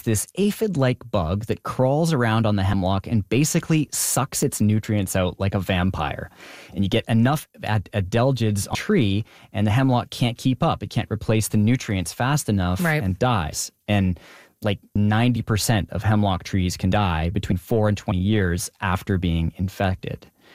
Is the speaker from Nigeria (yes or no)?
no; Prince George, British Columbia, Canada; So as a kid growing up in my hometown of Prince George, I just remember all the trees everywhere I looked dying